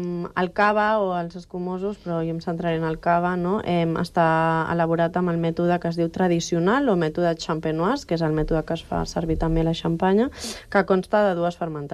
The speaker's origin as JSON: {"language": "Catalan", "region": "Catalonia", "country": "Spain", "said": "I hauria de ser una pansa blanca, no? que és la varietat que més representa l'ella, que és d'on soc jo"}